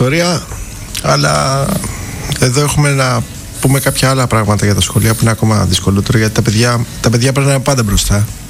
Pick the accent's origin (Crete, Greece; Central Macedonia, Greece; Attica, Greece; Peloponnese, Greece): Crete, Greece; Επειδή είμαστε και πατριώτες από την Κρήτη